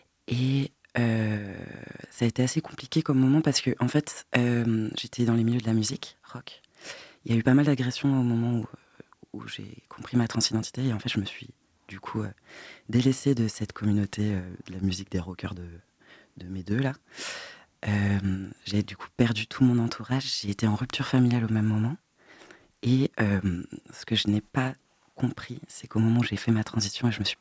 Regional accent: Rennes, Brittany, France; moved away as an adult; now in Nantes, France; Je suis rennais, je suis née à Rennes, mais dans une famille qui supporte et vient de Loire-Atlantique et du coup qui m'a fait grandir aux couleurs jaune et vert.

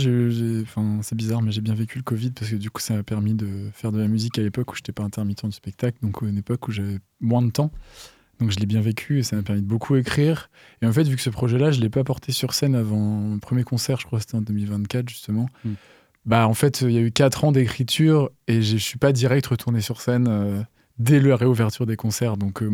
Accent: Vannes, Brittany, France; now in Nantes, France; Né à Vannes.

